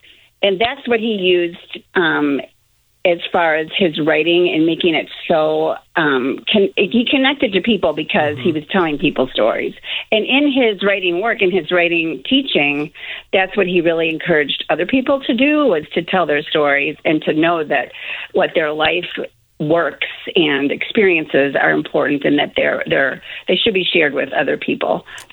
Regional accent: Madison, Wisconsin, United States; I actually am a city girl. I grew up in Madison, Wisconsin, where I live currently, and taught most of my teaching years in Madison.

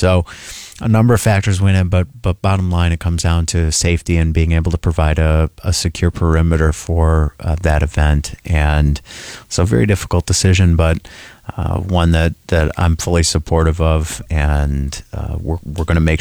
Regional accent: Appleton, Wisconsin, United States; I grew up in Appleton, and so grew up coming to this parade

